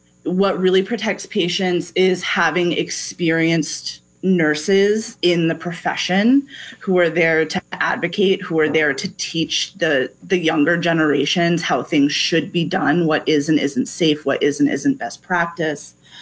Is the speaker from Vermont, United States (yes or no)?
yes; Burlington, Vermont, United States; moved away as an adult; now in Chicago, United States; I am from Burlington, Vermont, land of Bernie Sanders.